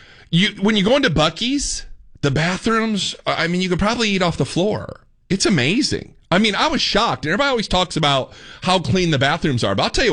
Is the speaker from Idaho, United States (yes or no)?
no; Fort Wayne, Indiana, United States; moved away as an adult; now in Dallas-Fort Worth, United States; when the wife and I moved down here, we didn't know anything about DFW. I mean, we're from Fort Wayne, Indiana.